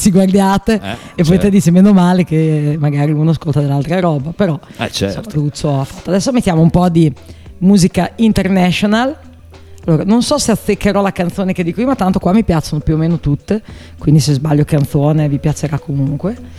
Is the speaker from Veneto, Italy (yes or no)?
no; Bologna, Emilia-Romagna, Italy; io sono di Bologna, North of Italy, North.